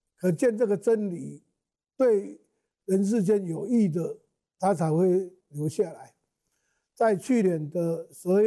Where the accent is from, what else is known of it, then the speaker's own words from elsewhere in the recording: Taiwan; 我们台湾人、中国人、中国大陆那些都是农历过农历的春节